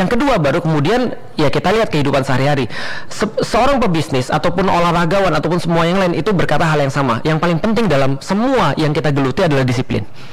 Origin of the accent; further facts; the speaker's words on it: Palembang, South Sumatra, Indonesia; moved away; Nah, di Palembang dulu tempat aku gede